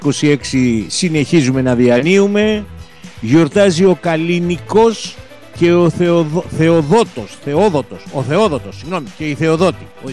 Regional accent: Western Greece, Greece; Βεβαίως, καλημέρα στην Έτολο Ακαρνανία, την πατρίδα μου.

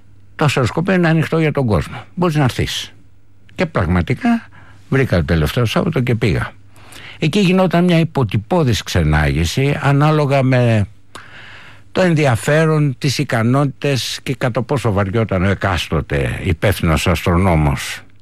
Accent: Athens, Attica, Greece; Έπαιρνα λοιπόν το 9 το τρόλεϊ Κυψέλη Παγκράτη, γιατί γεννήθηκα και μεγάλωσα στην Κυψέλη

